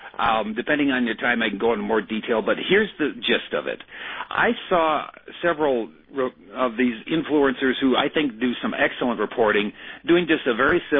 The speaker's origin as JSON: {"language": "English", "town": "Lublin", "region": "Lublin Voivodeship", "country": "Poland", "said": "I'm from Lublin."}